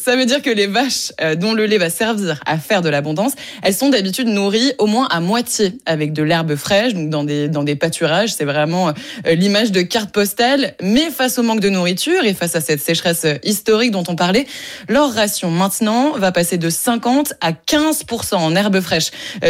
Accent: Bourgogne-Franche-Comté, France; notamment par chez moi, en Franche-Comté, où les vaches laitières ne produisent plus assez de lait ou pas d'assez bonne qualité.

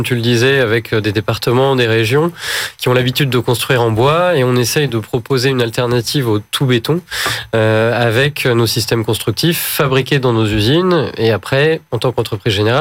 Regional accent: Orléans, Centre-Val de Loire, France; Moi, je viens d'Orléans.

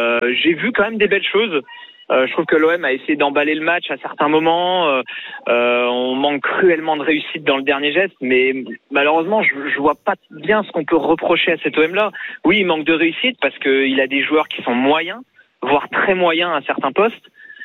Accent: Marseille, Provence-Alpes-Côte d'Azur, France; born there; Eh ben moi, à la base, je suis né à Marseille, donc. Ah. Mais après, voilà, pour des raisons familiales, je suis monté en Bretagne

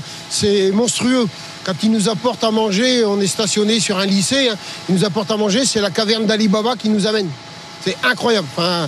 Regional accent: Hauts-de-France, France; On vient de la Somme, on est là pour ça.

